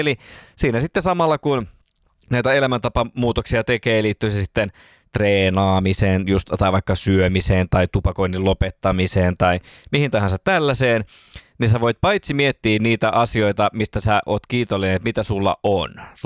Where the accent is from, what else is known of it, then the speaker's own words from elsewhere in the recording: Järvenpää, Uusimaa, Finland; Mutta mä oon Järvenpäästä